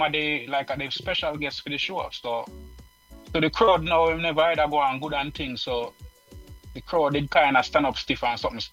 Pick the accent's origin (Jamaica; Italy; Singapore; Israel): Jamaica; Saint Thomas; now in Brooklyn, United States; I'm from Jamaica, you know, I'm in Brooklyn right now, but I'm from...